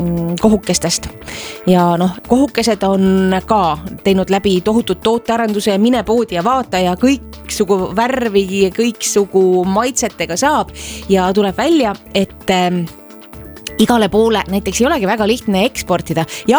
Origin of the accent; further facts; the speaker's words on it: Latvia; Estonian is a second language; Ma olen lätlane. Ma olen lätlane